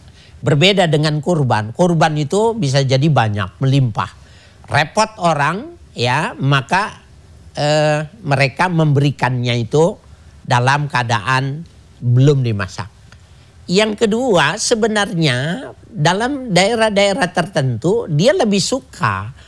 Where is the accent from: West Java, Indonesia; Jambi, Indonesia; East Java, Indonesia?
East Java, Indonesia; Madiun; moved away; di kampung saya umpamanya di Madiun